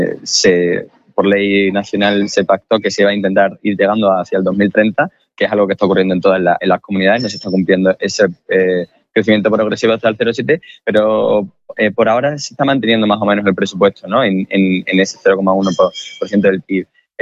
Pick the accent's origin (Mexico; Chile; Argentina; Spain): Spain; la propia naturaleza como españoles que tenemos